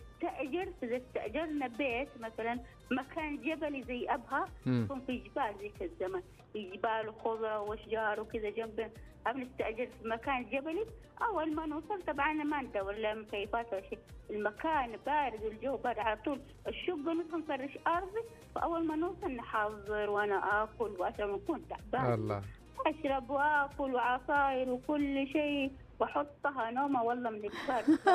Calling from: Sabya, Jazan Province, Saudi Arabia; أنا من الجنوب من محافظة صبيا.

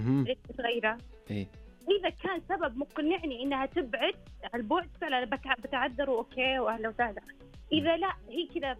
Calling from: Al-Qassim, Saudi Arabia; لو إذاعتكم عندنا في القصيم والله تبشربها.

